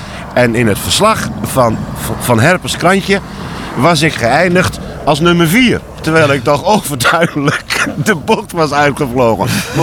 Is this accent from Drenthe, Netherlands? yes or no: yes; Coevorden, Drenthe, Netherlands; Ja, nou, je had hier een speeltuin. Een actieve buurt- en speeltuinvereniging.